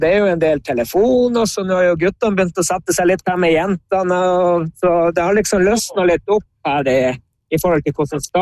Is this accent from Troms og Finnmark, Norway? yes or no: yes; Troms og Finnmark, Norway; Og det er jo som Finnmarking og Tromsværing av flest.